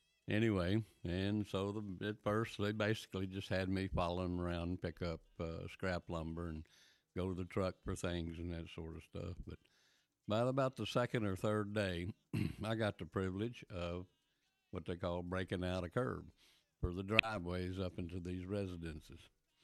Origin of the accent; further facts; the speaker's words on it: Lubbock, Texas, United States; my hometown of Lubbock, Texas